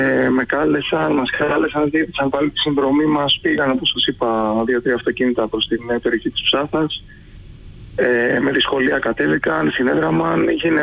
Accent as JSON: {"language": "Greek", "country": "Greece"}